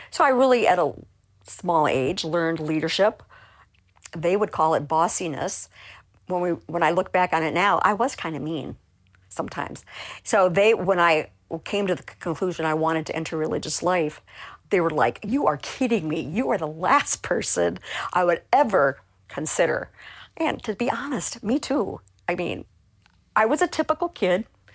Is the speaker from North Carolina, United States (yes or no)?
no; Iowa, United States; moved away; I'm from Iowa originally. I grew up on a farm. I was the oldest of four children.